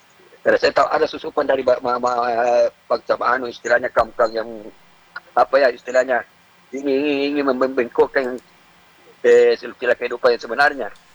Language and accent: Indonesian; Makassar, South Sulawesi, Indonesia; Saya asli Bugis, maka saya asli Makassar.